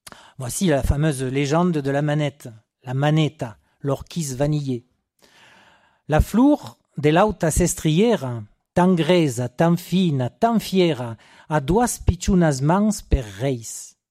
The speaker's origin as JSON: {"language": "French", "region": "Provence-Alpes-Côte d'Azur", "country": "France", "said": "chez nous en Basse-Provence"}